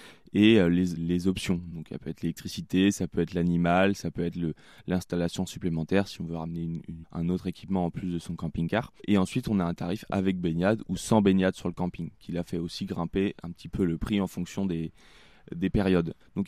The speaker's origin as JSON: {"language": "French", "region": "Brittany", "country": "France", "moved": "yes", "lives_now": "Pilat, France", "said": "Moi, je viens de Bretagne"}